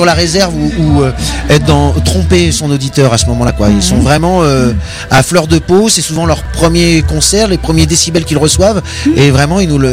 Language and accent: French; Nouvelle-Aquitaine, France; On vient d'Angoulême et Poitiers.